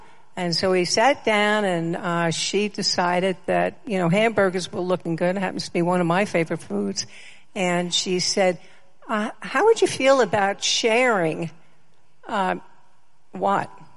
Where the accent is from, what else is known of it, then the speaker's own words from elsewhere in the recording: New York, United States; I'm originally from New York, and I started Way Down when I was 57 years old. I am 73 now.